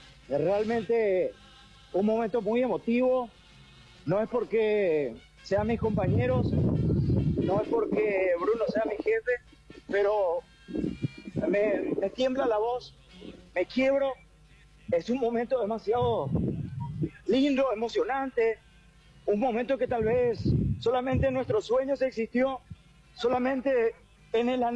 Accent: Paraguay

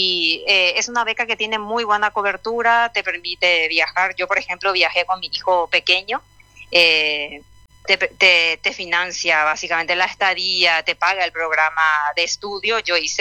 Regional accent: Paraguay; first language Guarani; Spanish is a second language; Yo tuve que comenzar a aprender, por ejemplo, el castellano, o sea, que mi lengua materna es el guaraní. Recién cuando migro a la ciudad, a los 15 años, yo migré para poder trabajar como todo joven migrante campo-ciudad en Paraguay.

